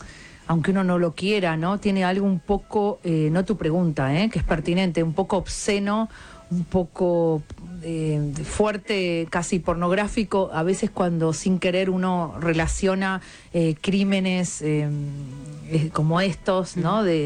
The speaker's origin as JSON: {"language": "Spanish", "region": "Buenos Aires", "country": "Argentina", "tie": "born or raised there", "said": "crecimos nosotras mujeres en Argentina, digo Buenos Aires, pues yo soy porteña"}